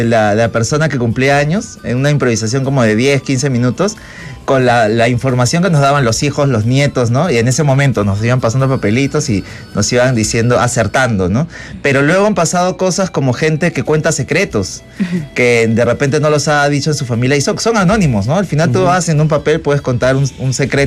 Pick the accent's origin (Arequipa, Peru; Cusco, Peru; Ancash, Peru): Arequipa, Peru; now in Lima, Peru; Bueno, también hay mucha gente que estamos en Lima, pero no somos limeños, como yo, que soy arequipeño.